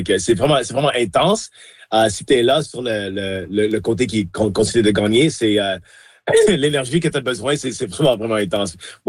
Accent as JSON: {"language": "French", "town": "Montreal", "region": "Quebec", "country": "Canada", "tie": "born or raised there", "moved": "yes", "lives_now": "Winnipeg, Canada", "said": "Je suis né, j'ai grandi à Montréal, à La Salle, au sud de l'île. J'habitais là jusqu'à l'année 2006 quand j'ai déménagé ici à Winnipeg en 2006 avec mon père."}